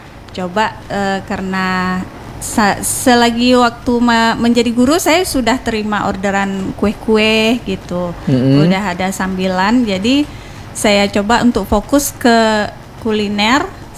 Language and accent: Indonesian; Pekanbaru, Riau, Indonesia; moved away as an adult; also born or lived in Tembilahan; saya kelahiran Pekanbaru